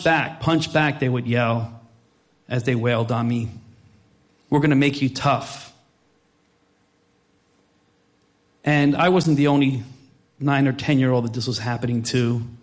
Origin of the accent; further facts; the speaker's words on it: Plainfield, New Jersey, United States; born there; I was born in 1974 in Plainfield, New Jersey. The four Plainfield people here.